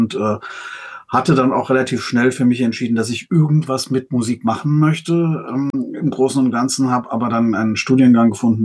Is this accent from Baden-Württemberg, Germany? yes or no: no; Frankfurt, Hesse, Germany; hab diverse Bands hier im Frankfurter Raum, wo ich herkomme und jetzt auch wieder bin, hier in der Frankfurter Szene